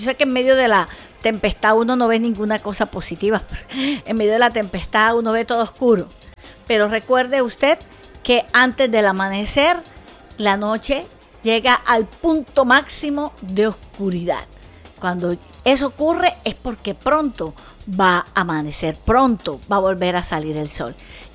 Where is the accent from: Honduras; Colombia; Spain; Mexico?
Colombia; first language Spanish; Los colombianos somos gente solidaria, somos gente empática y somos personas resilientes.